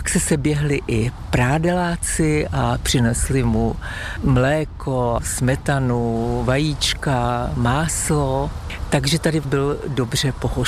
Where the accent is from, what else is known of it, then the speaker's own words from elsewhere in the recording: Prádlo, Plzeň Region, Czechia; born there; že jsme se narodili v Prádle